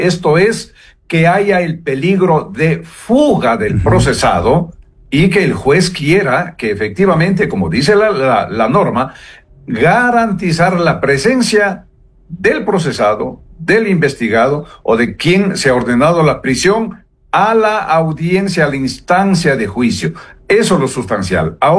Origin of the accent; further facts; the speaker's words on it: Ecuador; no solamente como abogado, sino como ecuatoriano, como el ecuatoriano de la calle